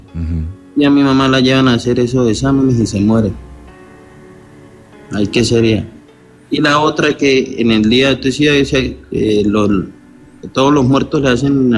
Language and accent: Spanish; Barrancabermeja, Santander, Colombia; now in Bogotá, Colombia; Señor, pues yo no soy de acá, de Bogotá. Yo soy de Barrancabermeja.